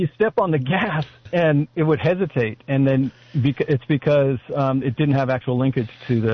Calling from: Live Oak, California, United States; in Live Oak.

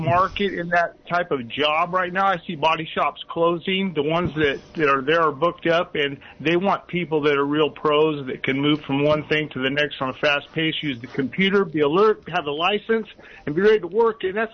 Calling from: Salinas, California, United States

